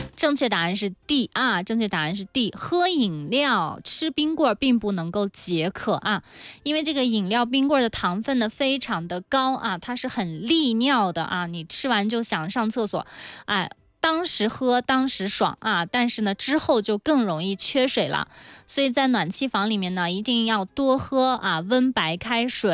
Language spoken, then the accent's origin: Chinese; Qinghai, China; 咱们青海人叫什么软梨是吧